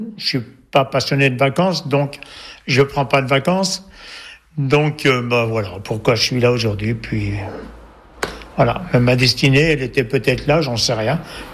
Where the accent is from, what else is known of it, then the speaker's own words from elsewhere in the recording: Couches, Bourgogne-Franche-Comté, France; je suis né à Couche, je suis resté à Couche.